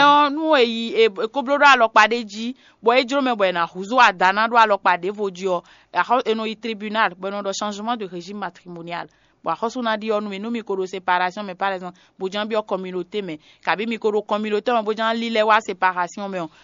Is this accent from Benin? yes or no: yes; Benin; nous on est béninois tu vois